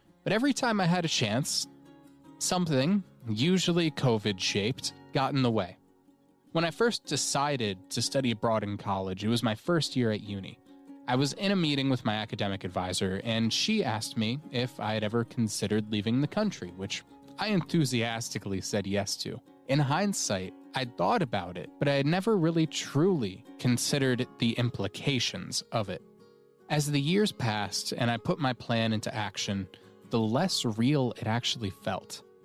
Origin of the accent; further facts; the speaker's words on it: Colorado, United States; one of the owners, Joel Adams, is also from Colorado, about an hour north from my hometown.